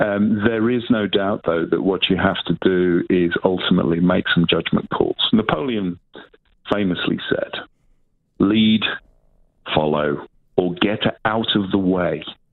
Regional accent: New Zealand; love the country, love being here. I love being a Kiwi.

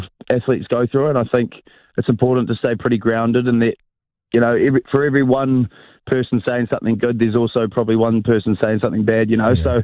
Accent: Kerikeri, Northland, New Zealand; moved away as an adult; now in Dunedin, New Zealand; I'm from Northland.

